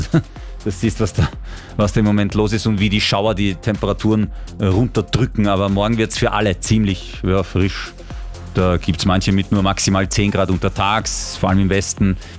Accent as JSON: {"language": "German", "country": "Italy", "said": "ich höre das zum ersten Mal, aber vielleicht nur ich als Italiener"}